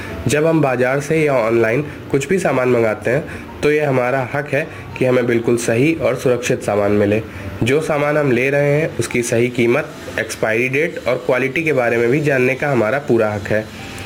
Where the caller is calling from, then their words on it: Kanpur, Uttar Pradesh, India; मैं कानपुर के नवस्था क्षेत्र का निवासी हूँ।